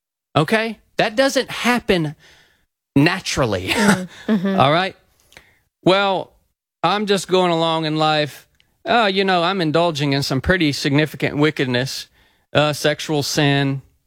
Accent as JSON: {"language": "English", "region": "the South", "country": "United States", "tie": "born or raised there", "said": "So I grew up obviously in the South"}